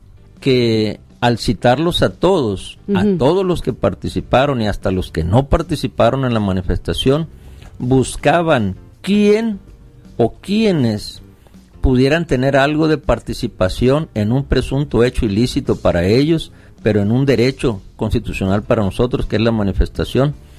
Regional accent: Sinaloa, Mexico; No estoy diciendo que sean amigos, pero somos sinaloenses.

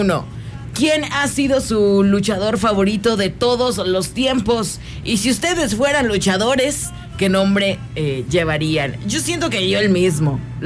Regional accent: Mexico; como mexicanos nos olvidamos un poco de la lucha libre

